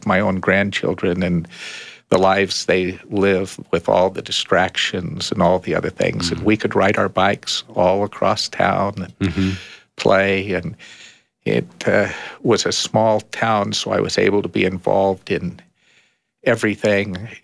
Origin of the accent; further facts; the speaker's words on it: Bishop, California, United States; I grew up in Bishop, California, which is on the eastern slope of the Sierras.